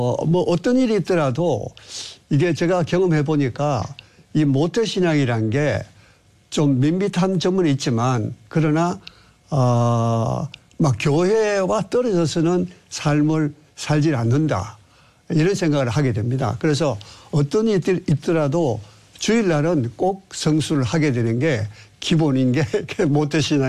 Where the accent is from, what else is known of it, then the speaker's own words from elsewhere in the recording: Daegu, South Korea; 저는 그 고향이 대구입니다. 대구. 대구에서 고등학교까지 졸업하고 대학을 서울로 진학했습니다.